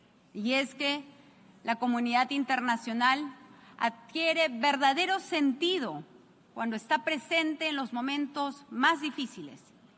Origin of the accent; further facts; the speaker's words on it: Peru; dispuestos nosotros como peruanos de colaborar